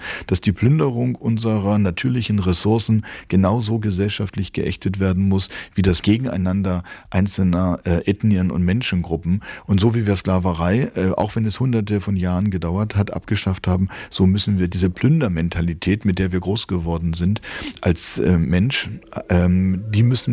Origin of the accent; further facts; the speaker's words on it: Hamburg, Germany; Ich komme aus Hamburg. Ich darf das vielleicht als Hamburger sagen.